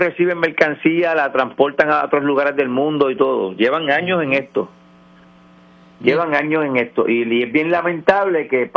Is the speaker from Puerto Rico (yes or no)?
yes; Aguadilla, Puerto Rico; esto es un mensaje a todos los contribuyentes de esta ciudad de Aguadilla, porque voy a hablar de mi pueblo.